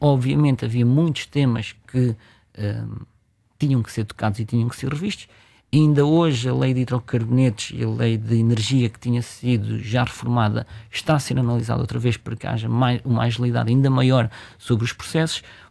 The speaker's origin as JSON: {"language": "Portuguese", "country": "Portugal", "said": "nós como portugueses"}